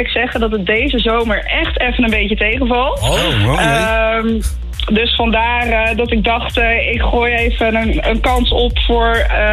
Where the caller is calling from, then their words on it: Oegstgeest, South Holland, Netherlands; Ik kom uit Oostgeest.